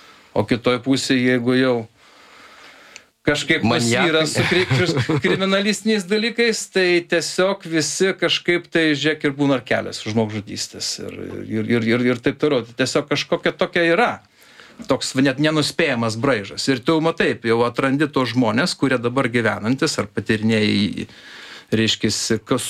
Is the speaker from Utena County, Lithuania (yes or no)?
yes; Anykščiai, Utena County, Lithuania; aš kilęs iš Anykščių, aš kai parvažiuoju Anykščius, tai aš, kaip sakoma, gatvėj, manau, kad ten beveik visi yra susiję.